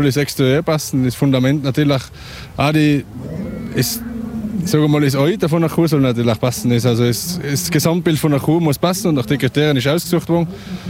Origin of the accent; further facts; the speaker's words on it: Stummerberg, Tyrol, Austria; Ich bin von Stummerberg.